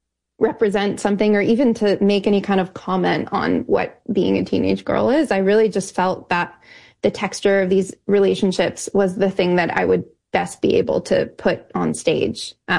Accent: Ohio, United States; I grew up in Ohio

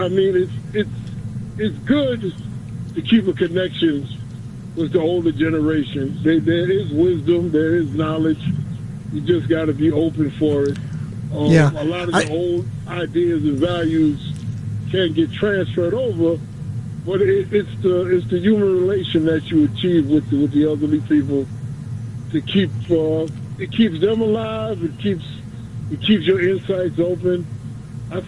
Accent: New York City, New York, United States; When I was younger, in our community in South Jamaica, we had a community center

